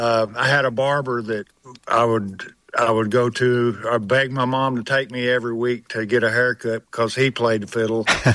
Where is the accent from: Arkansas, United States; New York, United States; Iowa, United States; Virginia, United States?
Arkansas, United States; Little Rock; born and raised in Arkansas, lived in Little Rock.